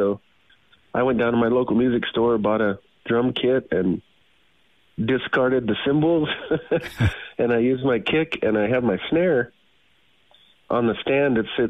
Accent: New Mexico, United States; I am born and raised in New Mexico, southern New Mexico. I grew up kind of in a small mountain town in the Hilo Woods

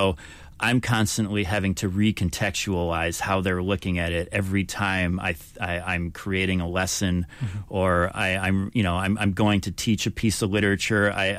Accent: United States; I'm an Armenian, but I'm an American Armenian. So a very different upbringing.

